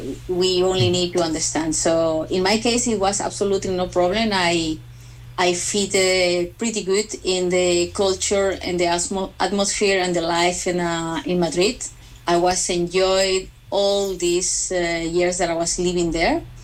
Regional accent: Lima, Peru; now in England, United Kingdom; I'm from Peru, from Lima, but I already have been living in Europe for a little bit more than, I would say, a little bit more than 20 years since I left my country.

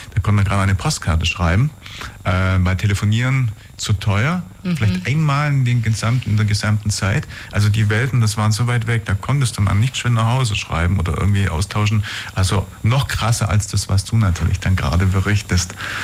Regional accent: Germany

